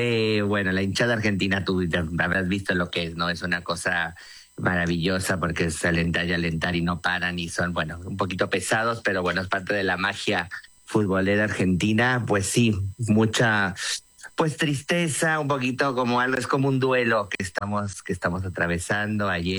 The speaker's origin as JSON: {"language": "Spanish", "country": "Mexico", "said": "yo como mexicano en la vida me he sentido ni discriminado"}